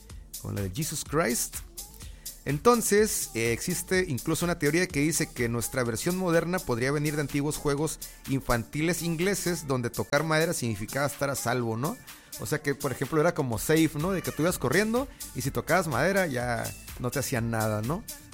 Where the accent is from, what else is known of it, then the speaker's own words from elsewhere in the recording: Mexico; qué hacemos nosotros realmente culturalmente como mexicanos